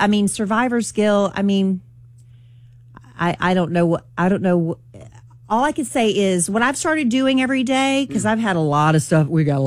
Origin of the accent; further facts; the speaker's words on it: United States; born there; But like, I'm very, very thankful that I was born in America.